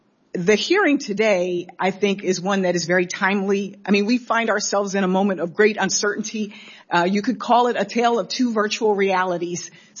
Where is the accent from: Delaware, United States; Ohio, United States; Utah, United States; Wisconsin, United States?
Delaware, United States; My home state of Delaware is doing amazing work on this front